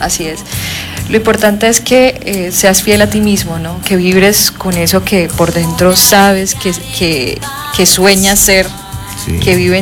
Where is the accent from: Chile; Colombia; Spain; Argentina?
Colombia; Bucaramanga, Santander; yo soy de aquí de Bucaramanga, Víctor. Estudié en el Colegio San Patricio y hice mi universidad en la UPB.